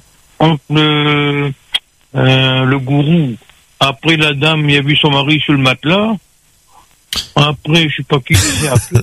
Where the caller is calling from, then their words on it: Perpignan, Occitanie, France; De Perpignan.